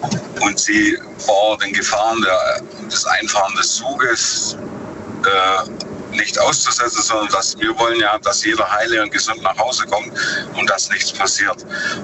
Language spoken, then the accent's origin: German; Lenningen, Baden-Württemberg, Germany; Ich bin aus Lenningen. Lenningen? Das Lenninger Tal, Kirchheim, ja, Kirchheim-Teck.